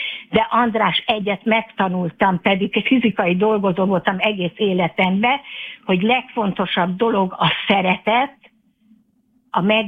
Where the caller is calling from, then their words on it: Hungary; hogy igen, hogy magyar vagyok